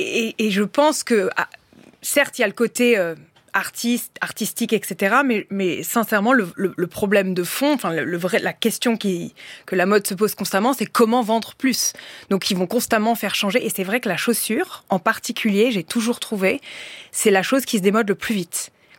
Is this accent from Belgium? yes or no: no; France; moved away; Oui, moi, je suis à moitié anglaise. Et d'ailleurs, je crois qu'une des raisons pour lesquelles je suis partie de la France